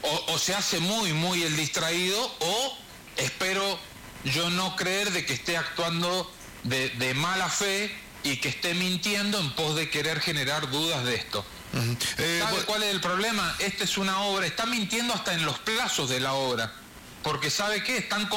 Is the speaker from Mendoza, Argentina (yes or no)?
yes; San Rafael, Mendoza, Argentina; esto lo digo como sanrafaelino